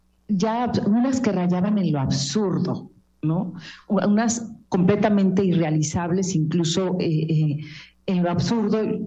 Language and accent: Spanish; Guadalajara, Jalisco, Mexico; moved away; yo soy tapatía, pero siempre lo he dicho, yo desde que llegué a Cualtos me asumo también una parte de mi corazón es alteña.